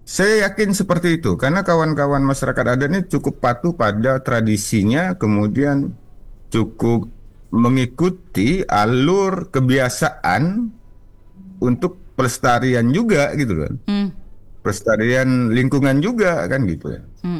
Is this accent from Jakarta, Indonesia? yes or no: no; Pontianak, West Kalimantan, Indonesia; saya juga kelahiran Pontianak ya, besar di Pontianak juga.